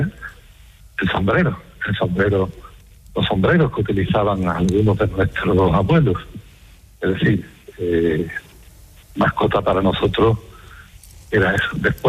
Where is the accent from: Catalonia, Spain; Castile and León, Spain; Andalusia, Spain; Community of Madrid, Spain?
Andalusia, Spain; Algeciras; llamo desde Algeciras